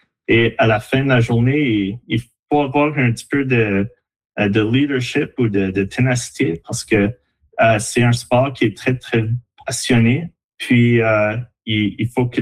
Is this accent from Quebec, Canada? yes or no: no; Saskatchewan, Canada; now in New Brunswick, Canada; Alors, comme vous avez dit, j'ai grandi à Saskatchewan.